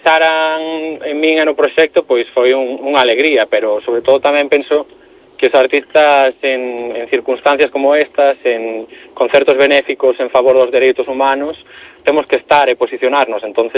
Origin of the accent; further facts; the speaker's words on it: Galicia, Spain; Bueno, que creo que como galegos temos que estar orgullosos, non?